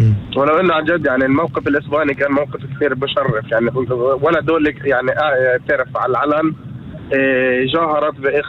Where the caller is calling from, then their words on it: Arraba, Northern District, Israel; من عرابي.